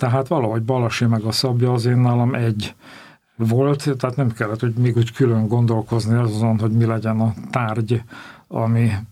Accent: Gyöngyös, Heves, Hungary; szülővárosomban Gyöngyösen

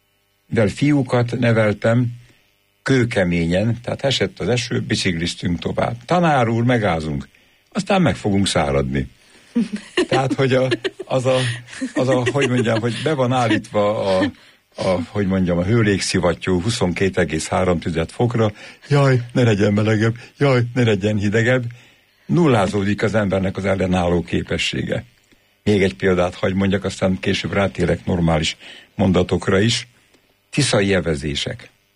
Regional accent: Pest, Hungary; És akkor utána egy gyönyörű kis faluban nevelkedtem Tápiósújban, ott volt közel az erdő

